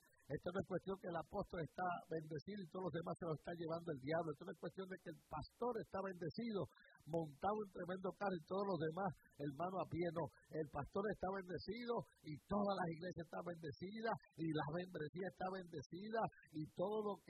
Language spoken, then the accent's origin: Spanish; New York, United States; Pero yo soy norteamericano de nacimiento, nací aquí en la ciudad de Nueva York, en el Bronx.